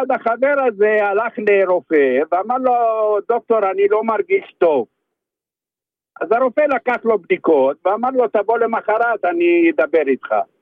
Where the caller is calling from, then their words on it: Kfar Saba, Central District, Israel; אני מכפר סבא.